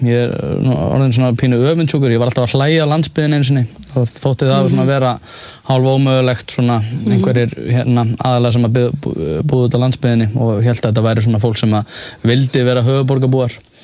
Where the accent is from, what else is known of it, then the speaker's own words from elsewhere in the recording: Reykjavík, Capital Region, Iceland; ég elst upp í Vesturbænum á samt fjölskyldu